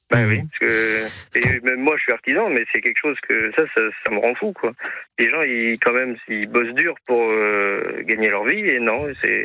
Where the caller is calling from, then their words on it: Nouvelle-Aquitaine, France; Je suis non loin de Sainte-Soline